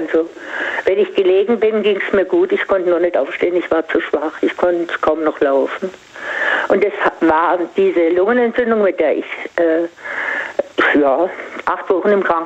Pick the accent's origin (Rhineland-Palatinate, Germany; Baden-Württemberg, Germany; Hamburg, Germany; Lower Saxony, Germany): Baden-Württemberg, Germany; Singen; Ich komme ja aus Singen und Die machen das schon eine ganze Weile in Klassentreffen.